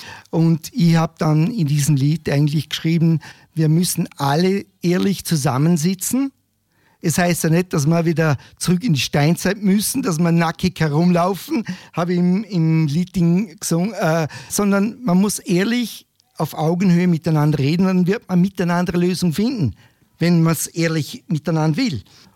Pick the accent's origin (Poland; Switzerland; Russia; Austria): Austria; Vorarlberg; Ja, es ist halt, wie gesagt, ich komme ja auch aus Vorarlberg, wie gesagt.